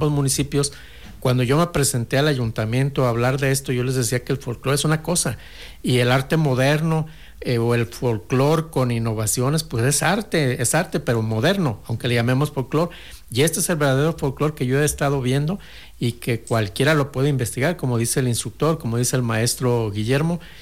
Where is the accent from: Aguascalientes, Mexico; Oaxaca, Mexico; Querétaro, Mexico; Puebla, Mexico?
Aguascalientes, Mexico; aunque yo no sea de Jalisco, soy de Aguascalientes